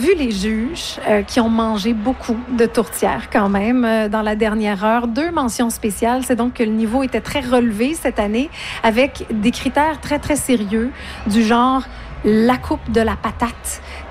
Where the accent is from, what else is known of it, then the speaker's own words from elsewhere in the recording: Montreal, Quebec, Canada; Je suis montréalaise